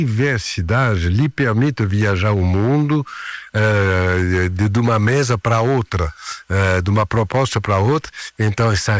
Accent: Paris, Île-de-France, France; Portuguese is a second language; moved away as an adult; now in São Paulo, Brazil; lá na minha cidade natal, que é Paris, em 2008, eu decidi trazer esse conceito aqui

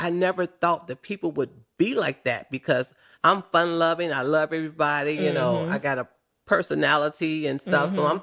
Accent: Chicago, Illinois, United States; I grew up in West Pullman.

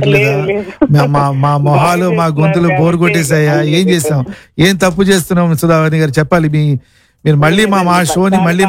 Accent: Visakhapatnam, Andhra Pradesh, India; moved away; మాది వైజాగే

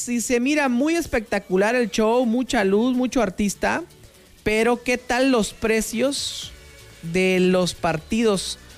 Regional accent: Mexico; pero en esta ocasión, al ser en mi país, la verdad es que está increíble.

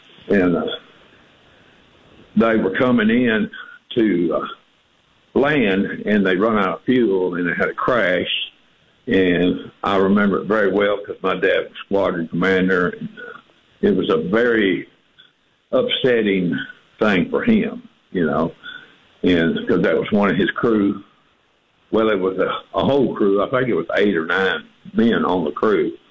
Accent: Bangor, Maine, United States; born or raised there; also born or lived in Mississippi

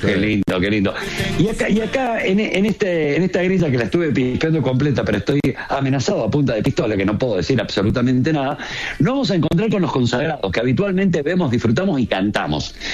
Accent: Argentina; soy un gaucho argentino

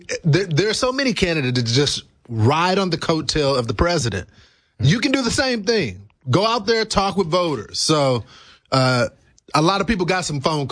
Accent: Texas, United States; But right now, look at my home state of Texas.

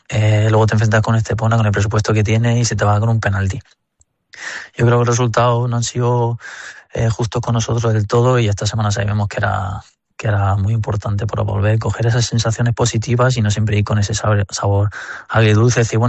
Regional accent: England, United Kingdom; now in Spain; tengo que mantener como esas raíces, ¿no? De seguir apoyando a mi Inglaterra, pero me siento, vamos, prácticamente español.

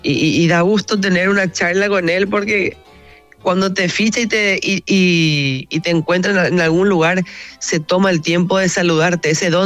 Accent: Paraguay; tenemos la chipa, tenemos el mellú. Y la garra que nos identifica mucho como paraguayos.

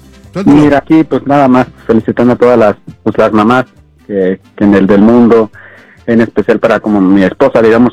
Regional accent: Tlaxcala, Mexico; moved away as an adult; tengo 8 meses ya en mi tierra natal, que es el estado de Tlaxcala.

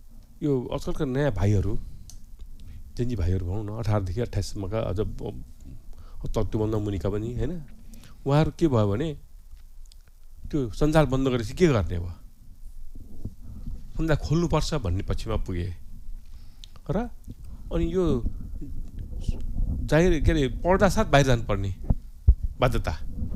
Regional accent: Kathmandu, Bagmati, Nepal; म नेपालको काठमाडौँको पनि भानेश्वर

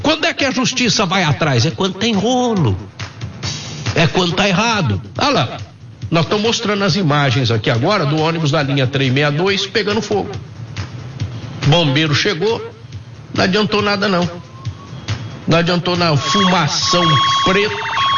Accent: Minas Gerais, Brazil; Eu sou mineiro, desconfiado.

